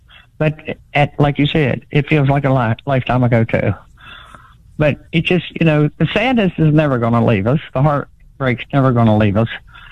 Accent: West Virginia, United States; lived here my whole life, and we're strong people. We're resilient people. I have such a love for my hometown and for West Virginia and its people.

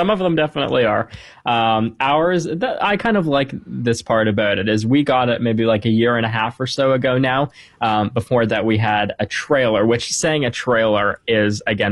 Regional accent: Toronto, Ontario, Canada; moved away; I'm from Canada.

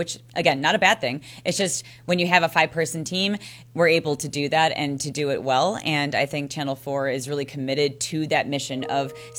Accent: Franklin, Wisconsin, United States; my hometown in Franklin, wouldn't be mad to go there every once in a while, say hi to mom and dad

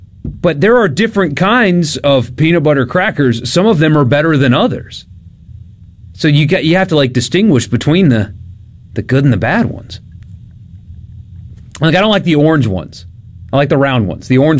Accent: Deep South, United States; I have lived in the Deep South my entire life.

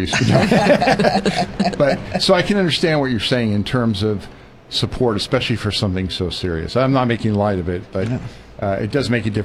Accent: Orange County, California, United States; I grew up in Orange County between two Marine bases, a jet fighter base and a helo base

